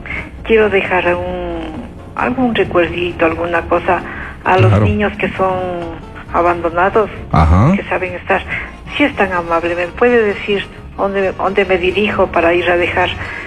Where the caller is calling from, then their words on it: Quito, Pichincha, Ecuador; De aquí, de Chillogallo.